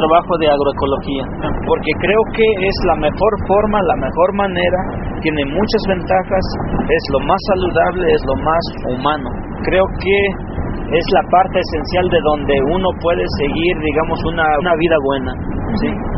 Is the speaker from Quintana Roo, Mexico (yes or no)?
no; Puebla, Mexico; soy del municipio de Iztacamazlán